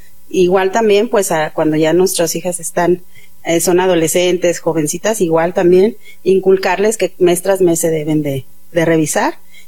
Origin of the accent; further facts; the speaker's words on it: Querétaro, Mexico; pacientes que somos de acá de la Sierra Gorda